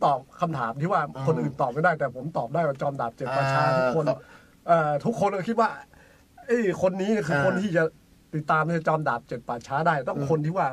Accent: Lampang, Thailand; ผมก็คิดว่าผมไม่ได้นะผมก็กลับบ้านที่ลำปาง

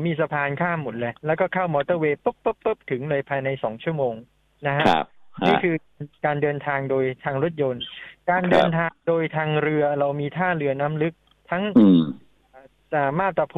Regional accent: Rayong, Thailand

